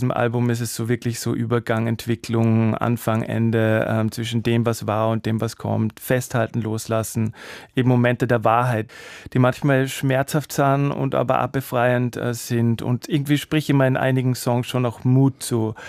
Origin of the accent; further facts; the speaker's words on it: Salzburg, Austria; ich meine, ich komme wirklich aus Salzburg, und da ist halt der Mozart